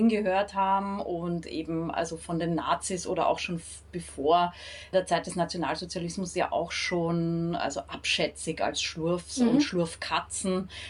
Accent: Austria; gerade als Österreicherin

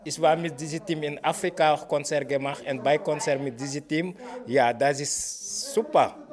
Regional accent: Senegal; ja, ich bin der Sänger von … ich komme aus Senegal.

